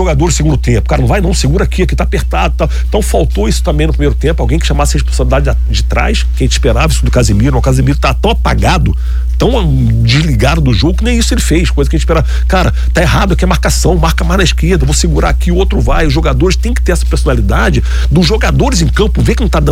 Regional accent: Brazil; até porque nós somos brasileiros

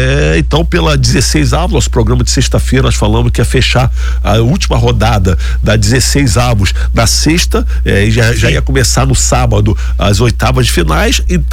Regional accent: Brazil; brasileiro, torci até o último minuto, porque nós somos brasileiros

